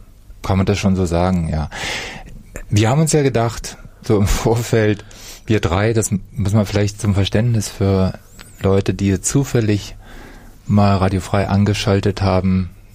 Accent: Gardelegen, Saxony-Anhalt, Germany; now in Erfurt, Germany; Ich komme aus Sachsen-Anhalt übrigens.

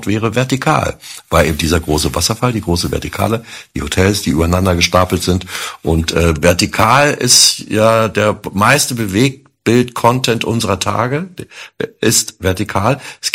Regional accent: Berlin, Germany

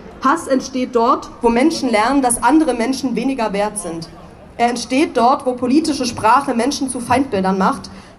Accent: Dresden, Saxony, Germany; born there; Erst vor wenigen Tagen, wir haben es gerade schon gehört, wurde in meiner Geburtsstadt Dresden auf meinem ehemaligen Schulweg, 2 Haltestellen von meiner ehemaligen Schule entfernt

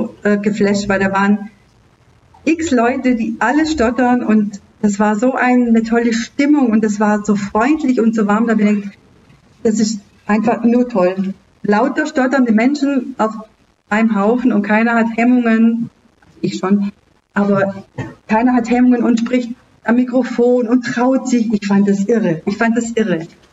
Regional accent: Baden-Württemberg, Germany; moved away as an adult; now in Ravensburg, Germany; dass ich ja am Bodensee aufgewachsen bin

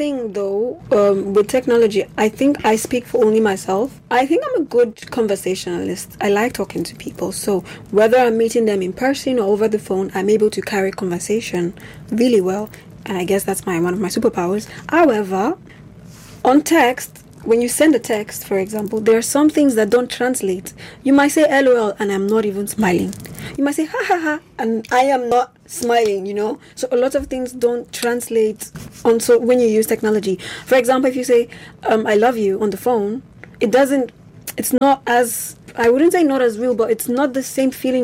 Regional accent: Nigeria; moved away; I'm from Nigeria, so a lot of my friends are long distance.

